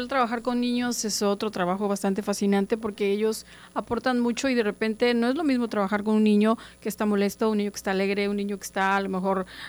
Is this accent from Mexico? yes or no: yes; Tabasco, Mexico; soy tabasqueño